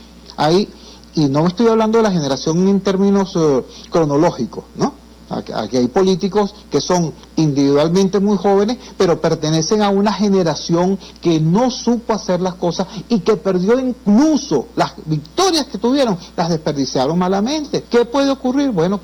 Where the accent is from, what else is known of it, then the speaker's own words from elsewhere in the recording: Venezuela; nosotros digo los venezolanos, ¿no?